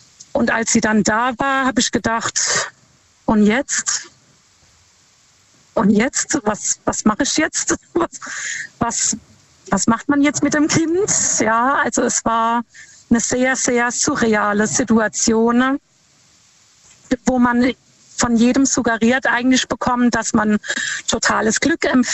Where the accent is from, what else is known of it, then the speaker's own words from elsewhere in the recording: Lampertheim, Hesse, Germany; Ich komme aus Lampertheim.